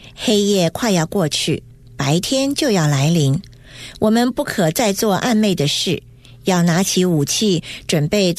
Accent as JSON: {"language": "Chinese", "country": "China", "said": "对，我们中国人从前也常常用酒来当作消毒杀菌的东西啊。"}